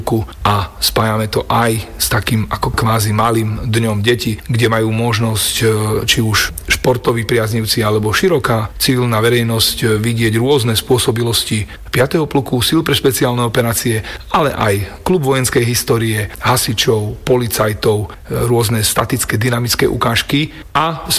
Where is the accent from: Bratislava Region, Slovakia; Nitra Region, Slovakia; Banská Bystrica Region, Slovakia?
Banská Bystrica Region, Slovakia; Telgárt; Ja sám ako rodák z Telgártu sa snažím o zachovanie tradícií